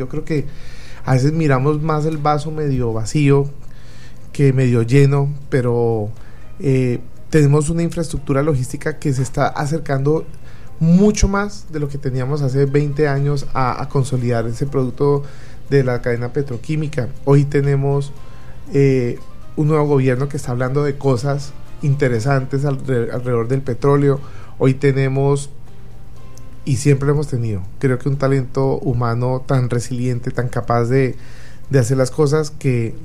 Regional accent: Barrancabermeja, Santander, Colombia; en Barranca Bermeja somos capaces de hacer cosas maravillosas

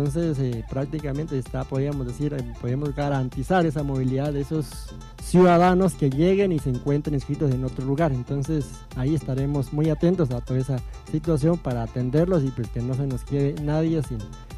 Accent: Morales, Cauca, Colombia; somos colombianos, somos moralenses

